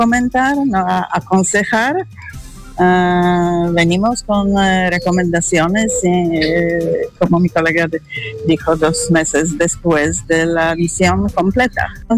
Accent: Poland; Yo vengo de Polonia.

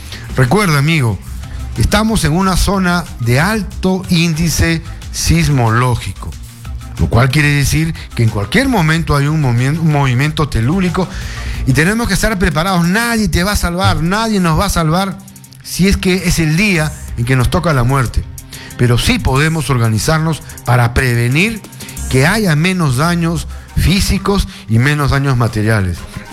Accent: Peru; Así somos los peruanos

